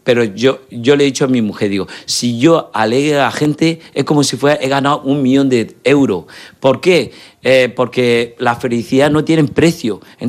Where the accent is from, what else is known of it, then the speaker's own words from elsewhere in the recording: Murcia, Region of Murcia, Spain; Porque somos de Murcia, zona Levante, zona Sur, estamos aquí caluroso porque somos gente pasión y alegría.